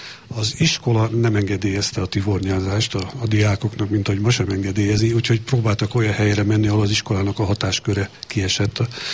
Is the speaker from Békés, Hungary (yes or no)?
no; Pápa, Veszprém County, Hungary; Hát én itt nőttem fel, én belvárosi vagyok, tehát a Kossuth utca posta környéke